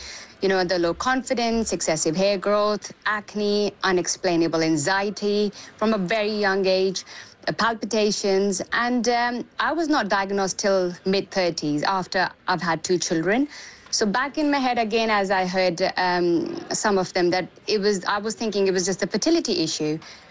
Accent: India; So I was born and raised in India, and I'm 45.

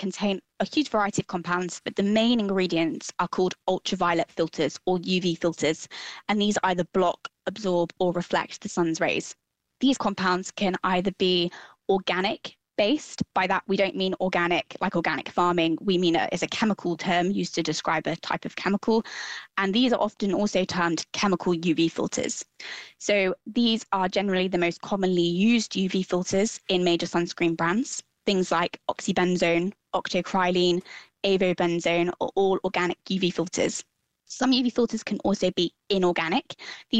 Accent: South West England, United Kingdom; born or raised there

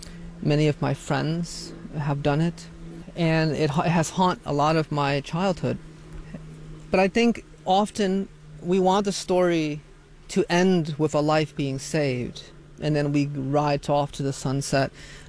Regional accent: Hartford, Connecticut, United States; when I was a little boy growing up in Hartford, on Sunday we would go to the Baptist church

